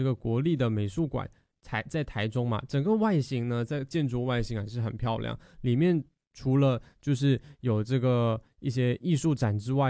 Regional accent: Malaysia; 它其实算是一个对于我们马来西亚人来说，新村是我们华人居住的一个地方，在二战时期。

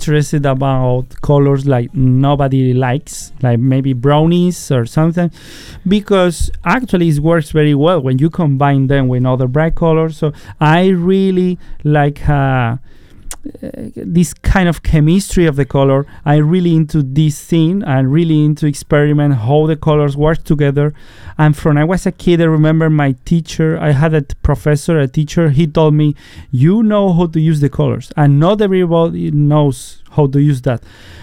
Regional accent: Seville, Andalusia, Spain; English is a second language; Sure. Yeah, so yeah, I come from South Spain, in a city called Sabelia, Sevilla. Yeah, I recommend you everyone to visit Spain and my hometown, because it's really a special place, very historical place where I was growing up.

